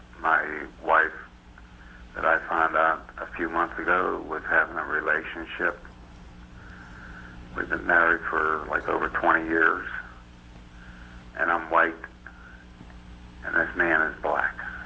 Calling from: Pennsylvania, United States; Pennsylvania.

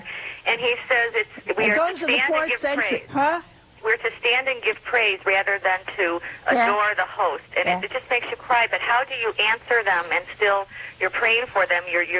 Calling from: Chicago, Illinois, United States; I'm calling from the Chicago area.

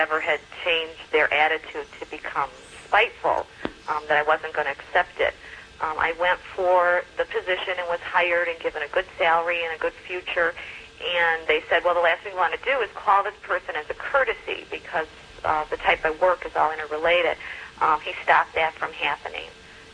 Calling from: Chicago, Illinois, United States; Sister, I'm from Chicago. Mm-hmm. We're a suburb of Chicago.

